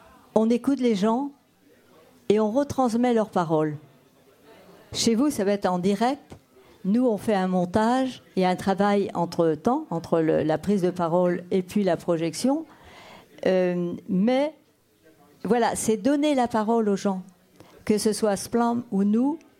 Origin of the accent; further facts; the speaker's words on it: Brittany, France; first language Breton; French is a second language; ma première langue, c'était le breton.